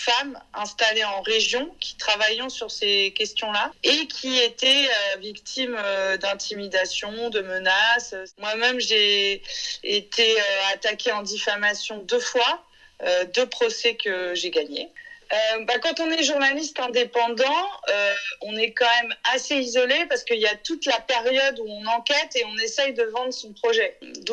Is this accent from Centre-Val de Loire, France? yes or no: no; Quimper, Brittany, France; moved away; Moi, je suis originaire de province, je suis originaire de Quimper, j'ai grandi là-bas, je me sens provinciale et fière de l'être.